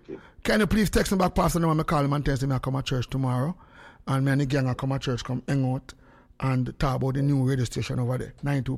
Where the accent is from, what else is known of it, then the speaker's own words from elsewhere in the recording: Jamaica; now in Palm Beach, United States; I come from Jamaica to be...